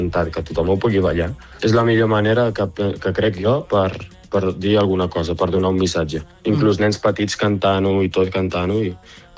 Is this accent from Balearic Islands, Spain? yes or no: no; Catalonia, Spain; si estic a la selecció catalana és perquè sóc català